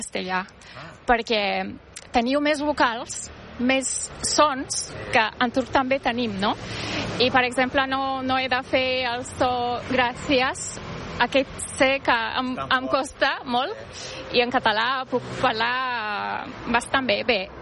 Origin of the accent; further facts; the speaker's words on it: Turkey; Catalan is a second language; moved away as an adult; also born or lived in Madrid; now in Catalonia, Spain; I jo, com a estrangera, doncs em sento molt bé, molt acollida entre els catalans. I no tinc un grup de turcs, per exemple. Jo em moc bastant entre catalans, perquè, clar, he vingut aquí per parlar català i viure a Catalunya així, no?